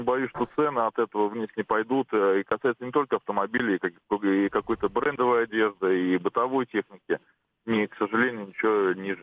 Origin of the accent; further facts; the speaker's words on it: Saint Petersburg, Russia; Я из Санкт-Петербурга.